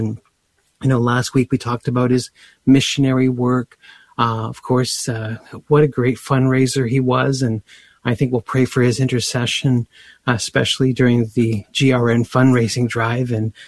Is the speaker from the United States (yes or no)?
no; Canada; And so, like I say, I'm a hockey guy. I'm from Canada, but I tip my hat to the world of soccer.